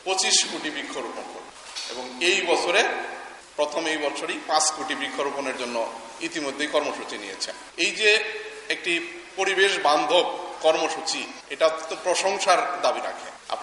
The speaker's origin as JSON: {"language": "Bangla", "country": "Bangladesh", "lives_now": "Khulna, Bangladesh", "said": "আমরা বাংলাদেশি"}